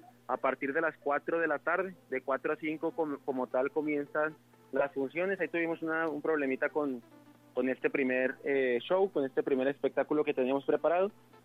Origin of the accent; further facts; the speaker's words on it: Ciudad Juárez, Chihuahua, Mexico; pero pues somos de Juárez, ¿verdad?